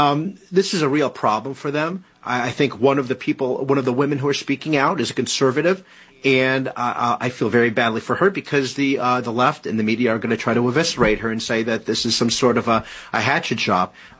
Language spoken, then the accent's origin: English; New Jersey, United States; This is, I think, the 12th or the 13th congressional district in New Jersey, my home state, and that's further up.